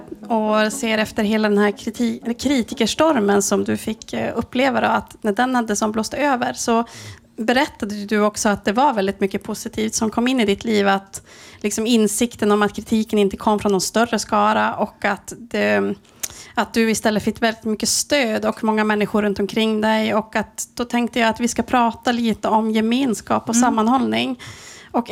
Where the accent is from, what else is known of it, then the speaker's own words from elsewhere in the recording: Tärnaby, Västerbotten County, Sweden; när jag växte upp hemma i Tärnaby, hemma av Vans. När jag gick på sameskolan i Tärnaby